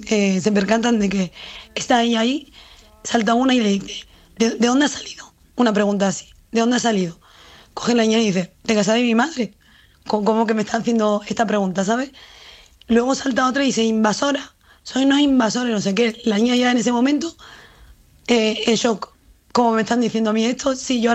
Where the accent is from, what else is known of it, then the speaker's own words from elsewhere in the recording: Spain; como si yo soy española